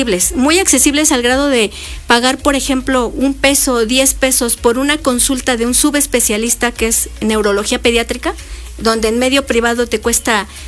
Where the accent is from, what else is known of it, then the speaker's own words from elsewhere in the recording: Mexico; juntos como mexicanos